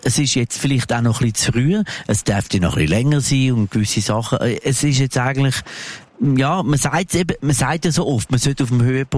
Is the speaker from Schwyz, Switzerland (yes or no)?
no; Zurich, Switzerland; also born or lived in Glarus; Meine Wurzeln sind, man hört es an meiner Schnur an, in der Stadt Zürich. Ursprünglich bin ich Glarner, aber ich bin sehr, sehr lang da.